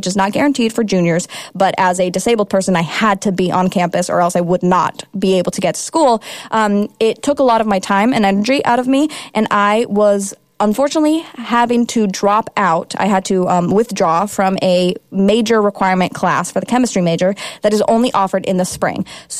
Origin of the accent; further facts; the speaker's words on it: Kansas, United States; moved away as an adult; They're on the East Coast, and I'm from Kansas, middle of the country.